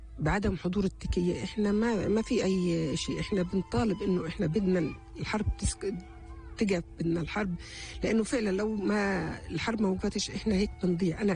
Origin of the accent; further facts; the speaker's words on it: Palestine; أنا كأم فلسطينية